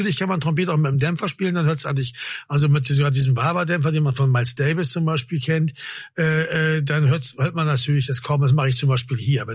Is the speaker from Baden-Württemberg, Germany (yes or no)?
no; Bremen, Germany; born or raised there